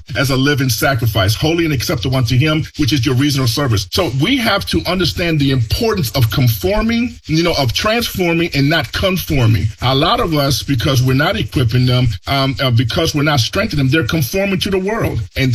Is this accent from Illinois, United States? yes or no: yes; Chicago, Illinois, United States; English is a second language; So English is my second language. It was very, very hard for me. I would tell a story every chance and anybody allows me to do it. I had a teacher in high school told me, if you want to be successful, because I grew up in the projects of Chicago